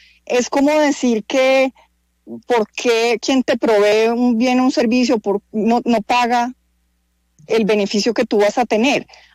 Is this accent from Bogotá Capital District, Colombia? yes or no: yes; Bogotá, Bogotá Capital District, Colombia; somos los bogotanos los que contratamos un servicio.